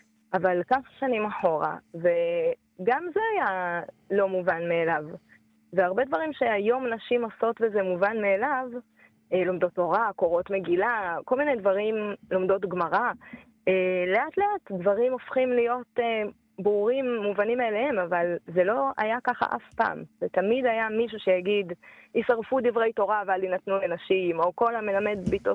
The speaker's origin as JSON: {"language": "Hebrew", "town": "Beit El", "region": "West Bank", "country": "Palestine", "tie": "born or raised there", "said": "ודווקא אני מרגישה שאני לא מורדת במקום שגדלתי בו"}